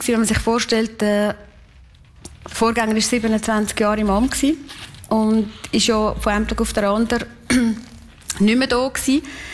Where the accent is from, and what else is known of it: Kaltbrunn, St. Gallen, Switzerland; born or raised there